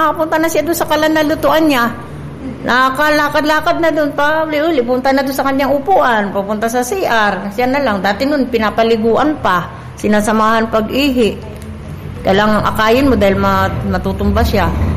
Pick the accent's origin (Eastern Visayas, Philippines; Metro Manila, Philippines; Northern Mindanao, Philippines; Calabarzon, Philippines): Calabarzon, Philippines; Lopez; Del Pilar, dito sa Lopez.